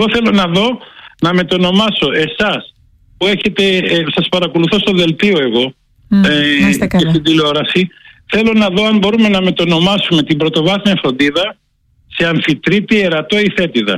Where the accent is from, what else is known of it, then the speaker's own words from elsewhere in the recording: Athens, Attica, Greece; born there; Έχω γεννηθεί στην Αθήνα κατά λάθος.